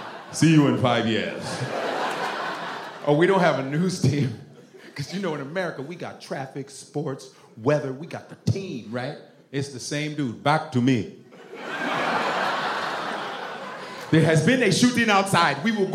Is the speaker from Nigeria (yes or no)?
yes; Nigeria; now in New York, United States; Yeah, Nigerian. Where are you from? Where are you from? Where are you from? That means shit in Nigeria. You're Americanized. I'm like, yeah.